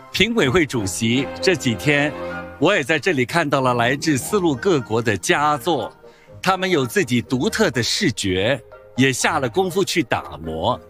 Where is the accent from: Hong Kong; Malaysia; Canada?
Hong Kong; 如果我们香港人讲这个好是怎么讲呢？